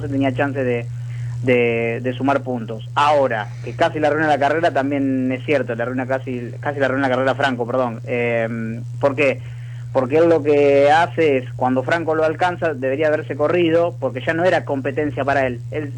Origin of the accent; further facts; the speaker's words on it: Argentina; nosotros somos argentinos